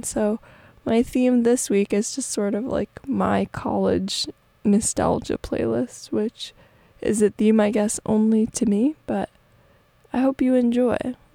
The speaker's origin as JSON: {"language": "English", "region": "East Coast", "country": "United States", "said": "I'm from the East Coast, and I just had a friend visiting, and she was so tripped out that it was 9 p.m. and the sun was still out."}